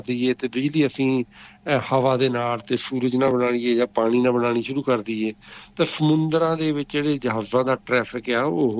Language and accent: Punjabi; Punjab, India; born or raised there